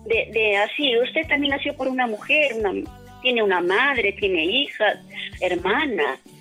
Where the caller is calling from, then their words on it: Chimbote, Ancash, Peru; Soy un oyente de acá de Chimbote, de la radio.